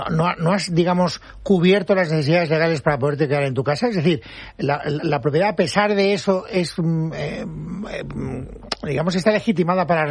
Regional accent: Valencian Community, Spain; yo soy valenciano.

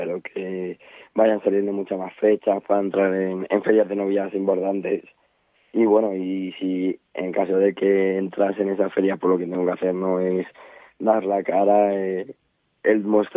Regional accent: Burgohondo, Castile and León, Spain; la verdad es que estoy muy ligado a mi pueblo, paso muchísimo tiempo allí, ¿no? Mis abuelos por parte de madre y de padre son allí, mis tíos, o sea que la verdad es que tengo mucho vínculo con Burgohondo.

